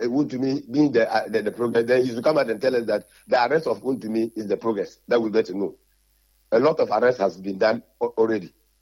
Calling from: Fijai, Western Region, Ghana; calling from Fijai.

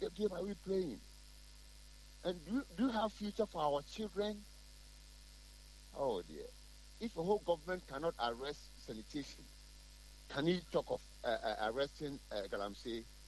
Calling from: Ghana; I'm calling from Asakare.

